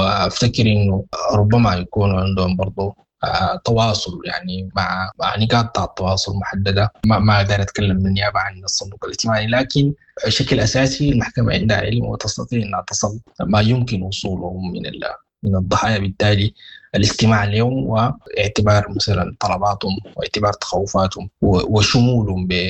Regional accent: Sudan; كلنا كسودانيين

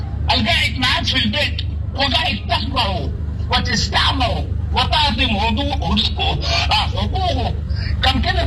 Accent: Sudan; عشان نجي كلنا كسودانيين، بقطاعاتنا المختلفة، بدياراتنا المختلفة، بثقافاتنا المختلفة، بأفكارنا المختلفة، نجي نقعد مع بعض.

